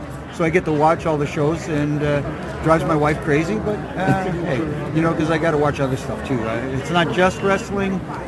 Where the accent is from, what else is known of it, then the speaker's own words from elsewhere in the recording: Toronto, Ontario, Canada; growing up in Toronto